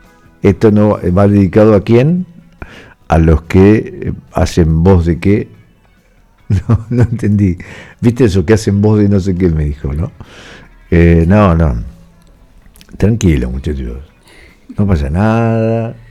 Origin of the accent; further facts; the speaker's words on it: Argentina; Como argentinos que somos, tendríamos que poner la mejor canción, ¿no?